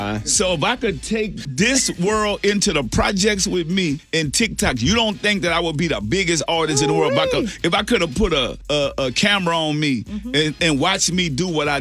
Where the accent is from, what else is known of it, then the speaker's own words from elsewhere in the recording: New Orleans, Louisiana, United States; You know, they could look and say, man, I'm from New Orleans. We, you know, man, it's us against the world.